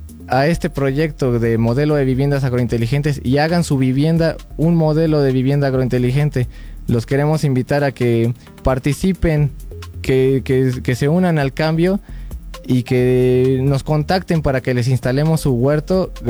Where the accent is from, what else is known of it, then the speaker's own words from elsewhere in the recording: Pachuca, Hidalgo, Mexico; yo soy de Pachuca y ahí tenemos su casa de ustedes.